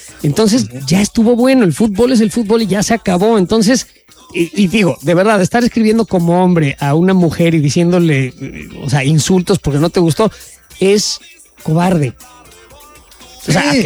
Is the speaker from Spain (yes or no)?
no; Mexico; now in United States; la verdad es que muchos trabajamos en distintas cosas y nos va a unos mejor que otros